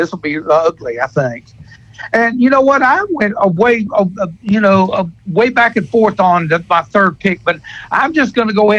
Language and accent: English; Kentucky, United States; No, I went to Morehead State, which is in Eastern Kentucky, but I'm from Northern Kentucky.